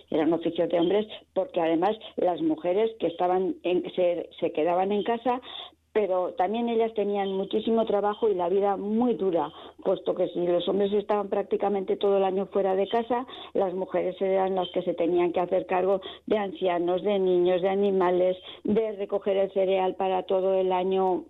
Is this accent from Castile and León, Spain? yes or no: no; Burgui, Navarre, Spain; Sí, soy de Burgui, sí.